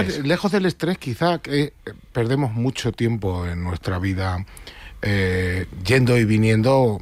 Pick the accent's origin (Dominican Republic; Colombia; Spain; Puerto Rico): Spain; Acebo, Extremadura; yo soy de pueblo, yo soy de la sierra